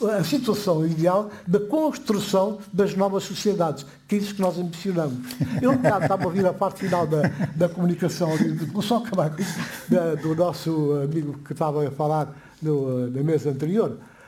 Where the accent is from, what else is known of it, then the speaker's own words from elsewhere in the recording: Guinea-Bissau; also born or lived in São Vicente, Cape Verde; eu sou guineense.